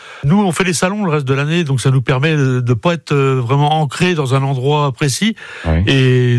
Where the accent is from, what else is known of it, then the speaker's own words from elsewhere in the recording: Le Mans, Pays de la Loire, France; Oui, je suis né au Mans, j'ai toujours vécu au Mans.